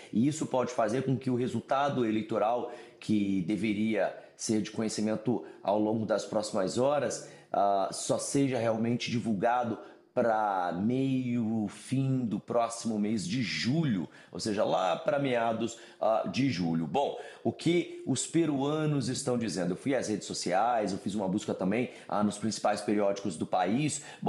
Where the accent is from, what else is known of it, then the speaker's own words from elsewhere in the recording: Brazil; now in United States; como nós brasileiros também fazemos bem